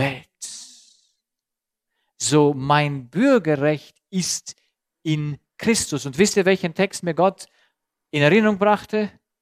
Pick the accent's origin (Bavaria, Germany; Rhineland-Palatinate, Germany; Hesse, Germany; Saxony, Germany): Saxony, Germany; Ich sehe mich als Deutscher.